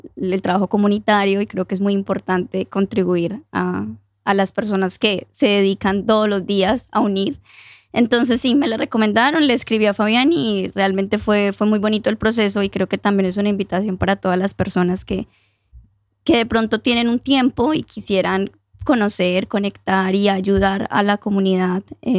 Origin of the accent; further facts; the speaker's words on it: Armenia, Quindío, Colombia; moved away as an adult; also born or lived in India / United States; now in Norway; Yo soy de Armenia, Quindío. Oy, no sé si lo conocen, del centro del país.